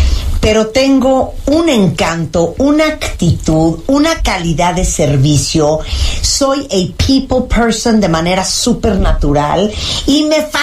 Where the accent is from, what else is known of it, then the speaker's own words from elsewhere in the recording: Chiapas, Mexico; No. Soy hija de Doña Adela, pero, oriunda de Chiapas.